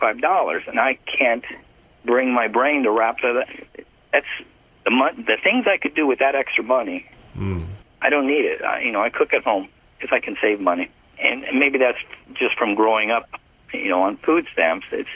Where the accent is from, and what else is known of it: Bakersfield, California, United States; born there